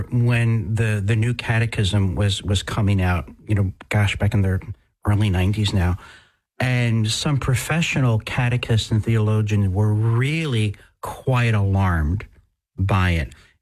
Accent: New Jersey, United States; accent: New Jersey; my New Jersey almost came out.

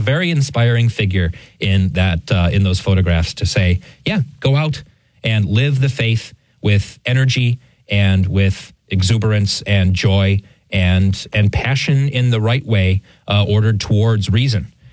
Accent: United States

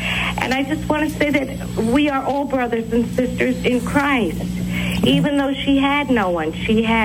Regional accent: New Jersey, United States; I'm from New Jersey

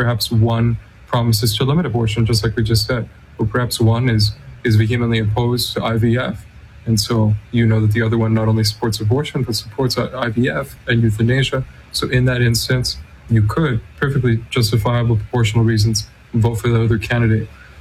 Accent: Canada; now in United States; I'm a Canadian, but I've been giving thanks to God with all of you Americans in this 250th year of your tax revolt.

